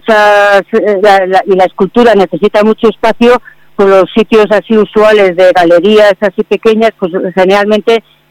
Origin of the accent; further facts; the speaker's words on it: Basque Country, Spain; pues el resto somos de Álava, de Vitoria sobre todo, y de algunos pueblos de alrededor.